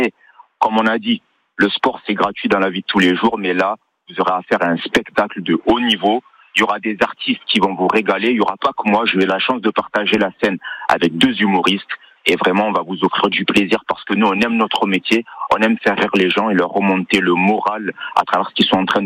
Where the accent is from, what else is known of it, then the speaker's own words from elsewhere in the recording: Toulouse, Occitanie, France; accent: Toulousain; Ah, moi, j'ai l'accent toulousain.